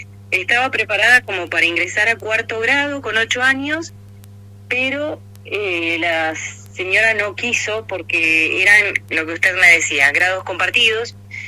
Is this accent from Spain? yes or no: no; Chubut, Argentina; also born or lived in Trelew; fue por distintos lugares, mi secundaria, que fue por distintos pueblos de Chubut, hasta que un día me vine acá a la ciudad de Trelew y termino los últimos años de secundaria